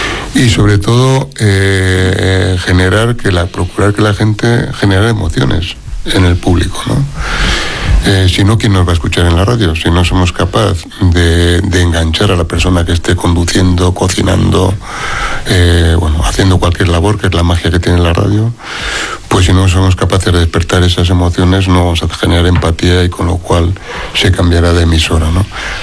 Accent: Barakaldo, Basque Country, Spain; como en mi pueblo, que soy de Baracaldo

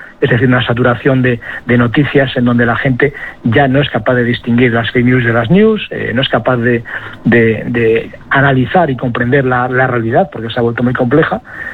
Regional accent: Galicia, Spain; me acuerdo paseando por la playa ahí en Galicia, en mi tierra

